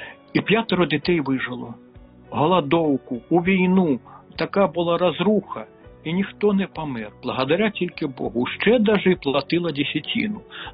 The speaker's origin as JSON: {"language": "Ukrainian", "town": "Ivot", "region": "Sumy Oblast", "country": "Ukraine", "tie": "born or raised there", "said": "Народився я в Сумській області, Шостинський район, село Івот є таке."}